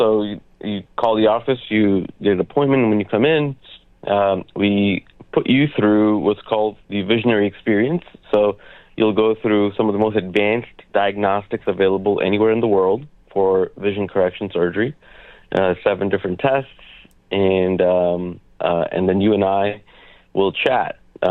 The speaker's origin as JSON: {"language": "English", "town": "Tyler", "region": "Texas", "country": "United States", "tie": "born or raised there", "lives_now": "Plano, United States", "said": "I grew up in Tyler, Texas, and I have a lot of extended family in Frisco and Plano, and recently relocated here myself a couple of years ago."}